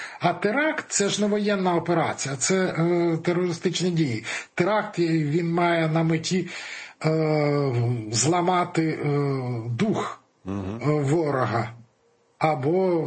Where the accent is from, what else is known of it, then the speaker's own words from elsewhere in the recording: Poltava, Poltava Oblast, Ukraine; Я як полтавчанин кажу